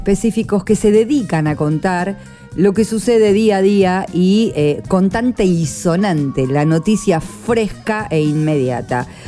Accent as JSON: {"language": "Spanish", "region": "Buenos Aires", "country": "Argentina", "said": "siendo porteña, nosotros decimos la S, la C y la Z como S."}